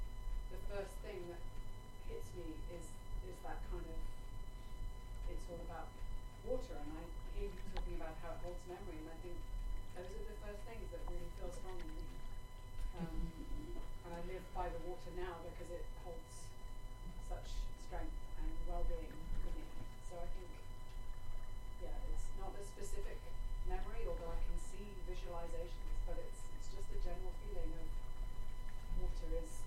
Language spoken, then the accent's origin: English; South West England, United Kingdom; now in London, United Kingdom; I grew up in Cornwall, which is surrounded by water.